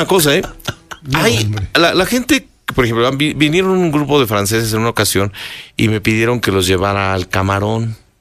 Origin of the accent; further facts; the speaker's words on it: Mexico; los mexicanos fuimos malvados por haber ido al Álamo y defender a Texas.